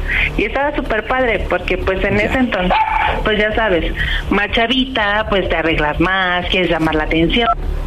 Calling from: Mexico City, Mexico; Soy de aquí, de Ciudad de México.

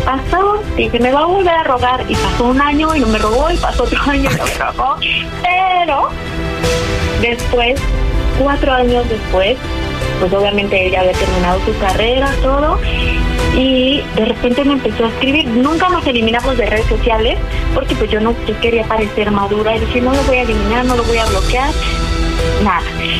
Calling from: Cuautla, Morelos, Mexico; Tengo 34 años y soy de Cuautla, Morelos.

